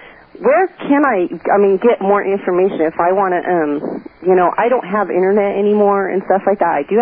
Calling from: San Diego, California, United States; I'm San Diego.

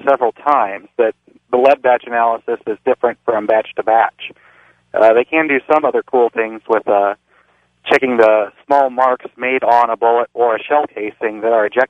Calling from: Evansville, Indiana, United States; I'm from Evansville.

